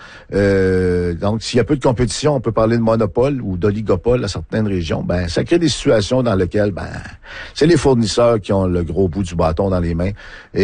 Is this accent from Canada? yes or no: yes; Chicoutimi, Quebec, Canada; Je suis natif de Chicoutimi